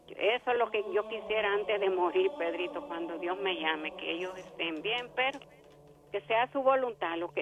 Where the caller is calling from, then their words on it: New York, United States; Usted sabe que soy … del Bronx, Nueva York.